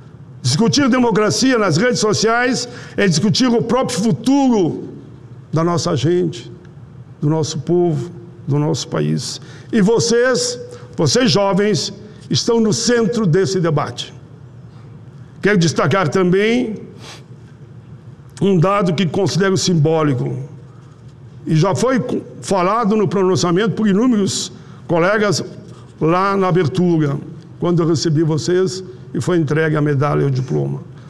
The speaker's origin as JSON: {"language": "Portuguese", "region": "Rio Grande do Sul", "country": "Brazil", "said": "eu, como gaúcho"}